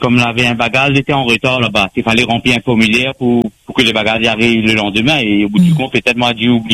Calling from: Mauritius; je suis mauricien.

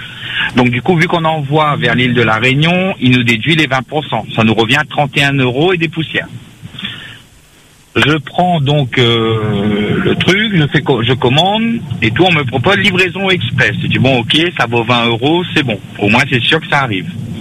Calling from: France

